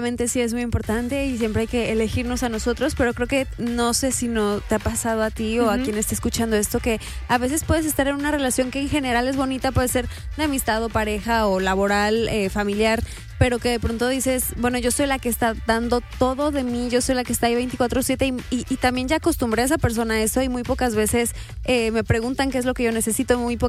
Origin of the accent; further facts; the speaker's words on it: Irapuato, Guanajuato, Mexico; soy originaria de Irapuato, Guanajuato, soy cantautora, soy escritora